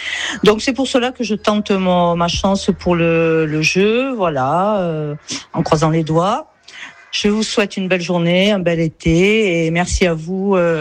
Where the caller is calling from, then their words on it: Cadaujac, Nouvelle-Aquitaine, France; je suis de Cadojac